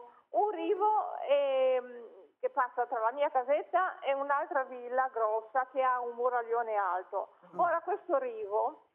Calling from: Liguria, Italy; Io non sono di Toriglia proprio, però insomma sono del comune.

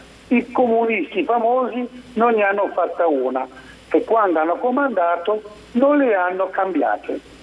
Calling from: Genoa, Liguria, Italy; Salve, buongiorno, siamo da Ponte Carrega.

